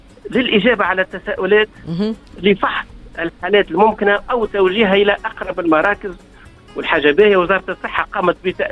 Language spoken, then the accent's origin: Arabic; Tunisia